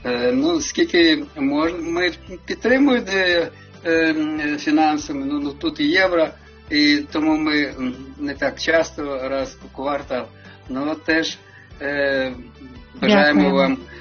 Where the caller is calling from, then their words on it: Germany; Доброго ранку. В нас ще ранок. Я з Німеччини дзвоню.